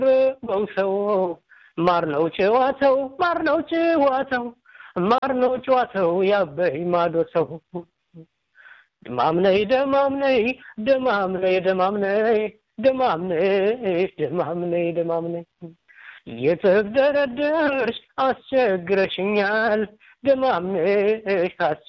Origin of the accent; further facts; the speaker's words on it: Amhara, Ethiopia; born there; now in Gondar, Ethiopia; በእርግጥ የተወለድኩት ወደ ጎጃም አካባቢ ነው